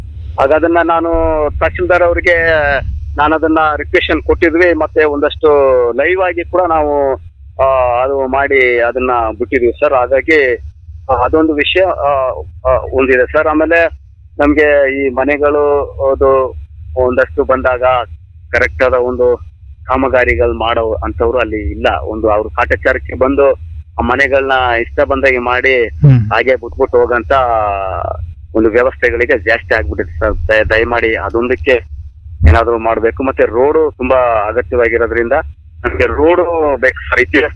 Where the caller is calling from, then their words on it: Kebbepura, Karnataka, India; ಕೆಬ್ಬೆಪುರ ಆಡಿ ಸರ್, ನಿಮ್ಮಟ್ಟಿಗೆ ಪಂಚಾಯತಿ.